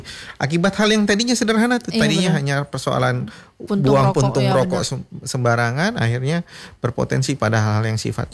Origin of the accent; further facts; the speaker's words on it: West Nusa Tenggara, Indonesia; termasuk saya sendiri juga sebagai warga NTB